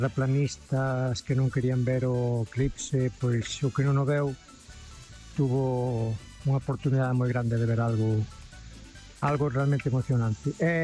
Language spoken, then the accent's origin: Galician; Lalín, Galicia, Spain; Por diante … de Lalín.